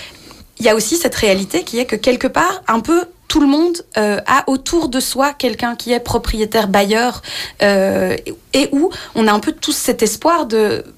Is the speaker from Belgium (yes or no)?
yes; Brussels, Brussels-Capital Region, Belgium; en tant que Bruxellois, Bruxelloise